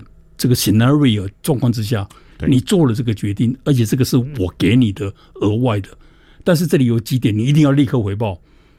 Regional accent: China; 我们中国人的这个谈话，

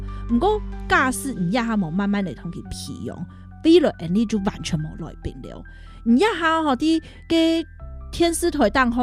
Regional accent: Miaoli County, Taiwan; 我说我们苗栗人都是这样啊

